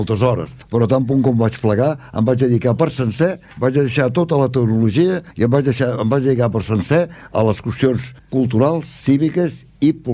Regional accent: L'Hospitalet de Llobregat, Catalonia, Spain; born there; now in Esplugues de Llobregat, Spain; Jo vaig néixer al barri de la Torrassa d'Hospitalet de Llobregat, el 6 del 3 del 33. Vaig néixer a la Torrassa, sóc enginyer industrial i resideixo a Esplugues des de l'any 1967.

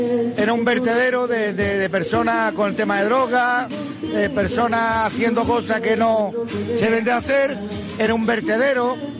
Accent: La Línea de la Concepción, Andalusia, Spain; a mi pueblo, pueblo de la línea

